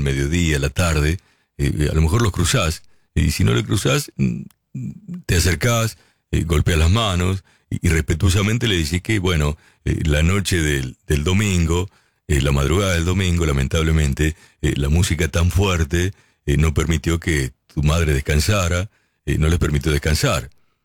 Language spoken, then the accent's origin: Spanish; Sonora, Mexico; de Sonora, México. Ayer no logré escucharte, amigo, ya que andamos por el sur de México y se pierde mucho la señal, porque estamos entre las montañas.